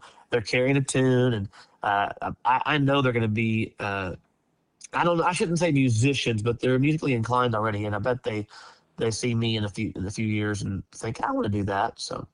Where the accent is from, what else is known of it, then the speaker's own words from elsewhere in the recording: Leander, Texas, United States; I grew up in Leander, just, you know, east of you guys, so not far from y'all, and went to Leander High School just like my parents did